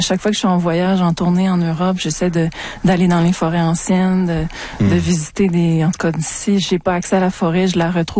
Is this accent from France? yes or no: no; Montreal, Quebec, Canada; parce que moi, je suis de Montréalaise, donc je suis née ici.